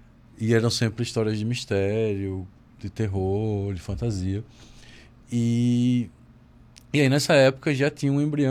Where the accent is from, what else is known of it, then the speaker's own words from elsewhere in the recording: Arapiraca, Alagoas, Brazil; Eu nasci e cresci em Arapiraca.